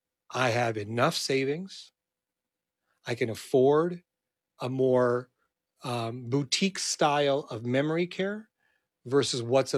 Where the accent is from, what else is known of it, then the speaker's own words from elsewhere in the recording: Canada; As a Canadian, I want everybody to have access to healthcare.